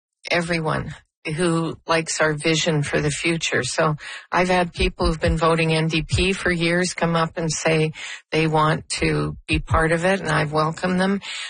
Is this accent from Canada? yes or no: yes; Canada; I'm a Canadian, born and bred.